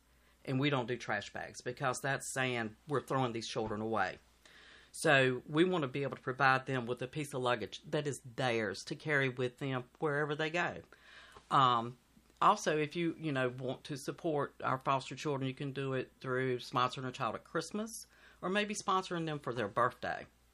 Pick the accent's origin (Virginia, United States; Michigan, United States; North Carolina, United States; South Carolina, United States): Virginia, United States; Danville; I am a Danville native.